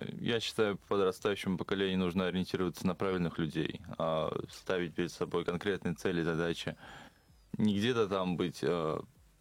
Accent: Stepurino, Nizhny Novgorod Oblast, Russia; moved away; я из Нижегородской области, деревни Степурино.

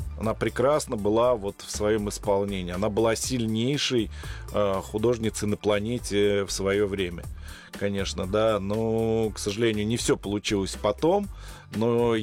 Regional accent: Ulyanovsk, Ulyanovsk Oblast, Russia; я их еще застал, когда они вдвоем приезжали в Ульяновск, мой родной город

